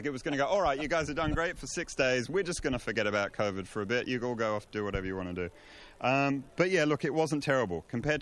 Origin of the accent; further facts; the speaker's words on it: London, United Kingdom; Well, that's I'm from London, and I made it. You know, I'm speaking about politics and history. When I was 6 or 7, growing up in the 80s in Britain, I was scared of nuclear war.